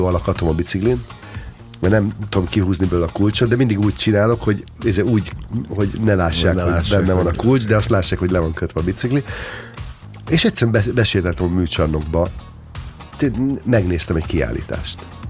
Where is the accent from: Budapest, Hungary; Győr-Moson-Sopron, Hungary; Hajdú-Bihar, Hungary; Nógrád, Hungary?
Nógrád, Hungary; Balassagyarmat; born there; abban a városban, ahol én születtem, Balassagyarmaton, volt kb. 20 darab videótéka.